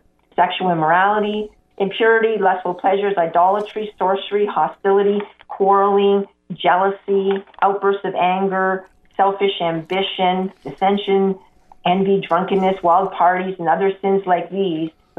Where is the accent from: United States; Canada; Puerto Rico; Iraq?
Canada; I'm Canadian